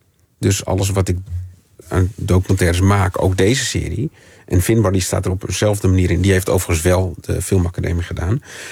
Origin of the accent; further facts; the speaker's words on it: Amsterdam, North Holland, Netherlands; Want ik ben opgegroeid in Amsterdam.